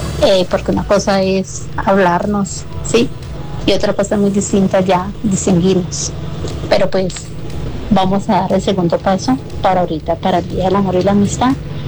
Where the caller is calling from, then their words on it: La Unión, Colombia; yo soy de acá de La Unión